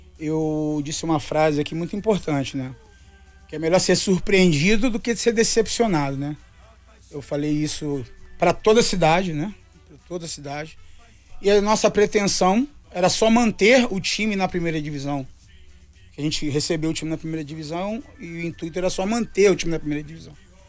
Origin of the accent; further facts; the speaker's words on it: Rio de Janeiro, Brazil; moved away as an adult; now in Minas Gerais, Brazil; eu sou do Rio de Janeiro